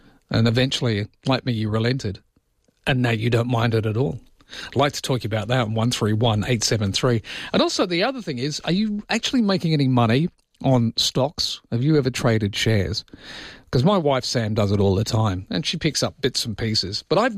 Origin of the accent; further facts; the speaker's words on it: South Africa; When I was when I grew up in South Africa, because rugby, you know